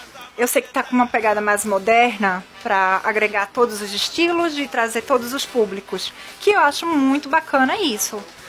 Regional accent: Recife, Pernambuco, Brazil; now in Caruaru, Brazil; Eu sou de Recife, então assim, eu vinha de férias pra cá

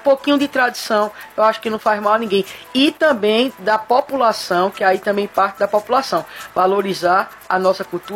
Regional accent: Caruaru, Pernambuco, Brazil; sou de Caruaru, moro em Caruaru.

